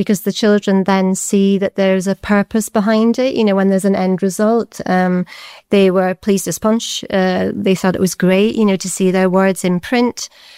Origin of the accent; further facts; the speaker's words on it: Scotland, United Kingdom; moved away as an adult; also born or lived in York / Durham / Gateshead; now in Newcastle, United Kingdom; Originally, I'm from Scotland, which you can probably hear from my accent. And I went down to York to university and settled in Newcastle.